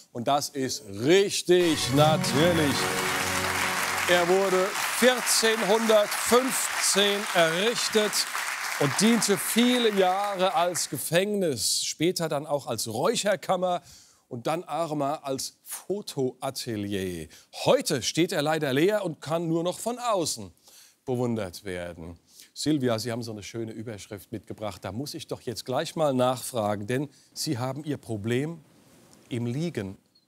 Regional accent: Offenbach, Hesse, Germany; Und ich komme aus Offenbach.

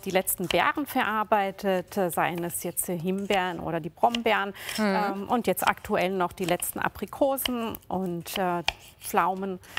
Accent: Italy; German is a second language; Genau, bei uns in Italien auch. Da sind die ganzen Gassen, die sind voll mit Rosmarin. Das ist wirklich was, gehört einfach zu unserer Küche dazu.

